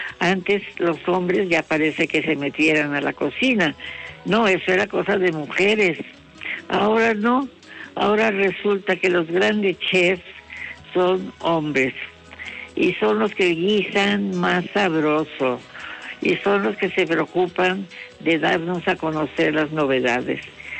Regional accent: Mexico; Que para nosotros los mexicanos, o al menos los que sentimos que somos mexicanos

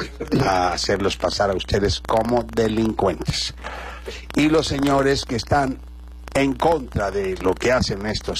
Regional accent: Guerrero, Mexico; somos guerrerenses.

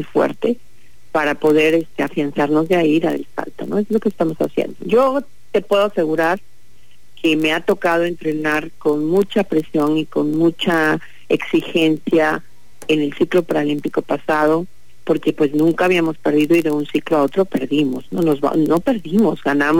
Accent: Comalcalco, Tabasco, Mexico; yo soy de la Chontalpa, de la perla

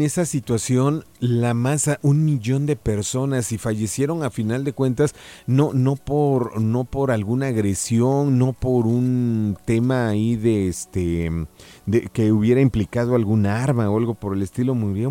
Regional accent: Mexico; cómo nos vamos a comportar como mexicanos

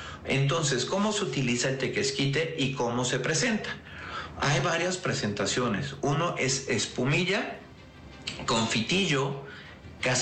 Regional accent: Mexico City, Mexico; moved away as an adult; now in Puebla, Mexico; yo soy de la Ciudad de México, llegué a Puebla hace unos 20 años

